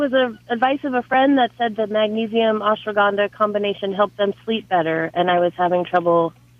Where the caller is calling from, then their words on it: Crescent City, United States; I'm from Crescent City